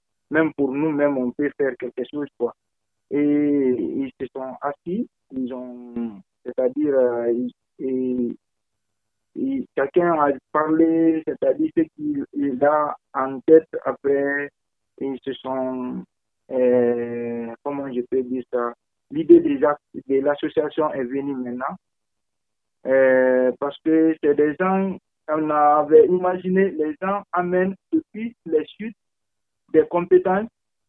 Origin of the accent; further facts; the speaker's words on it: Guinea; now in France; Je viens de la Guinée-Conakry.